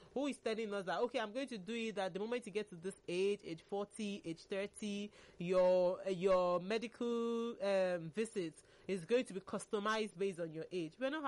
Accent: Nigeria; one of the pains I have being a Nigerian is the fact that our elections, we still have the same conversation

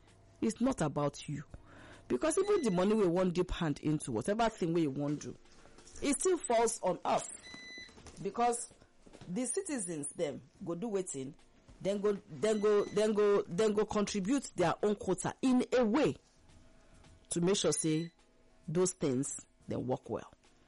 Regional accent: Akwa Ibom, Nigeria; I'm married to Abian man, I'm from Akwa Ibom.

